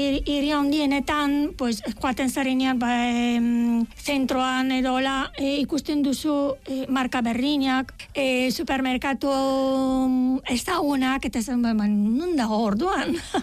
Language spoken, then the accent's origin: Basque; Stara Zagora, Stara Zagora Province, Bulgaria; Basque is a second language; moved away as an adult; Bai, Bulgariakoa naiz, nire iria justu Bulgarian erdian kokatuta dago, Staraz Zagora deitzen da, da bosgarren handiena, eta han bizi nintzen hogeita hamabost urte, ona etorri baino lehen